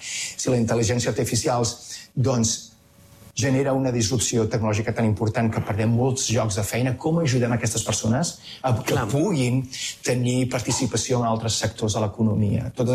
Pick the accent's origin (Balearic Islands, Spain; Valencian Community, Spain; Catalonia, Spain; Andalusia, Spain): Catalonia, Spain; now in San Francisco Bay Area, United States